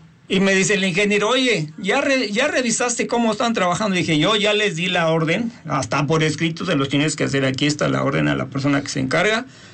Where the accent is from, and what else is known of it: Mexico